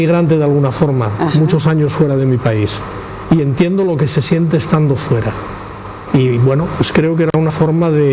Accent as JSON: {"language": "Spanish", "region": "Asturias", "country": "Spain", "tie": "born or raised there", "moved": "as an adult", "said": "Cuando yo decidí, justo cuando comenzó la pandemia, retornar a mi tierra natal, Asturias, me ofrecieron la posibilidad de ser cónsul honorario de Paraguay."}